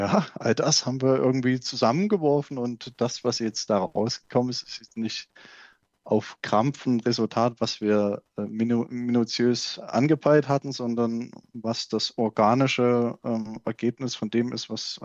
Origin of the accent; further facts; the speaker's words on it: Reichenbach im Vogtland, Saxony, Germany; als ich 16 war, hatten wir das Wohnzimmer des Progressive Rock entdeckt, unweit von meiner Heimat, nämlich der Berg Reichenbach im Vogtland.